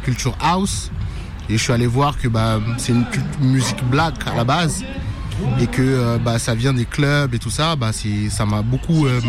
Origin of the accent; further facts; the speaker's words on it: Lyon, Auvergne-Rhône-Alpes, France; moi, je viens de Lyon.